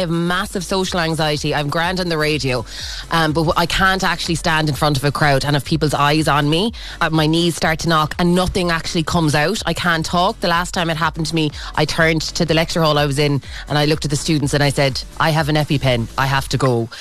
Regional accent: Kerry, Munster, Ireland; I am from Kerry

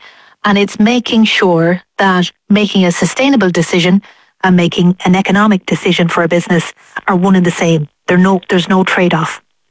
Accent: Ireland; when I was growing up in Ireland

